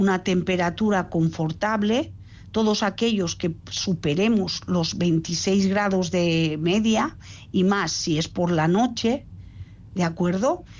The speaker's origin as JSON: {"language": "Spanish", "region": "Balearic Islands", "country": "Spain", "said": "yo vivo, que soy mallorquina, que aquí con la humedad"}